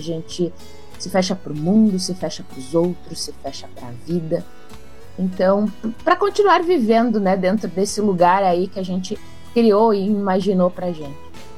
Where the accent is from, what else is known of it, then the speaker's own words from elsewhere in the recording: Rio Grande do Sul, Brazil; accent: gaúcho; a gente aqui com o nosso sotaque bem gaúcho